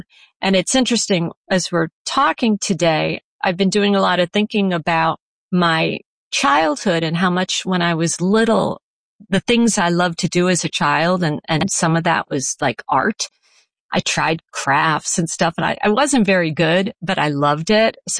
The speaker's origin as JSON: {"language": "English", "town": "Chicago", "region": "Illinois", "country": "United States", "tie": "born there", "also_born_or_lived": "New York", "said": "I grew up in Chicago for the first 8 years of my life."}